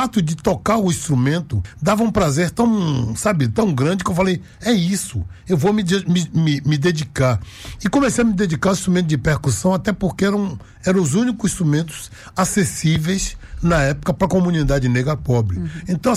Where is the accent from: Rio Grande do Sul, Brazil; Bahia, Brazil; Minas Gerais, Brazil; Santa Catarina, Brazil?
Bahia, Brazil; aqui na minha terra, dentro do meu axé